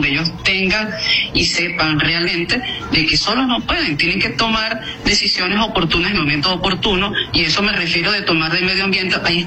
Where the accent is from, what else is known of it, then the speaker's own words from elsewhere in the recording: Venezuela; Nosotros, como venezolanos, a pesar de que, y lo tengo que decir, y voy a buscar una palabra que sea acorde aquí a esta llamada, pero digamos, el venezolano tiene una característica muy importante: es echado para adelante.